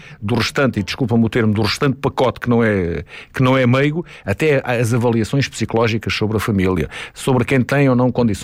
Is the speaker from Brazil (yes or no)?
no; Portugal; nós portugueses